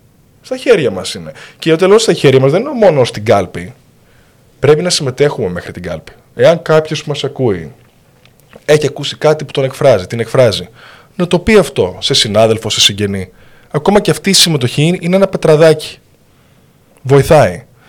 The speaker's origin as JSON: {"language": "Greek", "region": "Crete", "country": "Greece", "tie": "born or raised there", "said": "Αντλούσα έμπνευση από τη γιαγιά μου εδώ στην Κρήτη που με μεγάλωσε."}